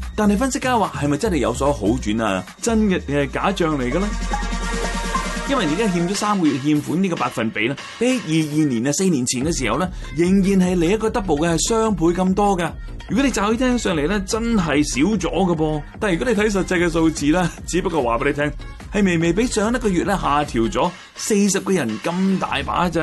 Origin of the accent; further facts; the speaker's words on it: Canada; 我们加拿大人